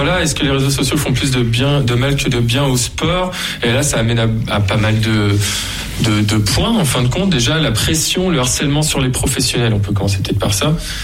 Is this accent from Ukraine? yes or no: no; France; je suis français.